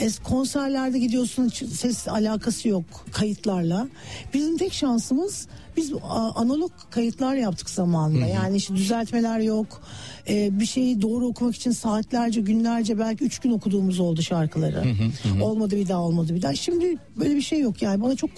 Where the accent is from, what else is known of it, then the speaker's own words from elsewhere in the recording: Istanbul, Turkey; Benim çocukluğum Yeşilçam sokağında geçti.